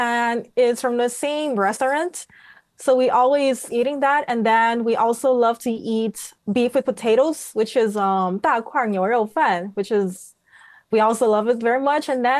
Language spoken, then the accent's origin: English; Mozambique; moved away as an adult; now in Beijing, China; I'm from Mozambique, and I'm currently studying in Beijing in Communications University of China.